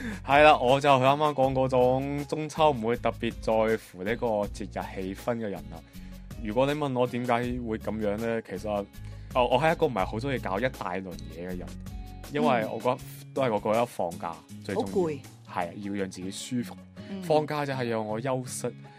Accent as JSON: {"language": "Cantonese", "country": "Macau", "moved": "yes", "said": "我是来自中国澳门的"}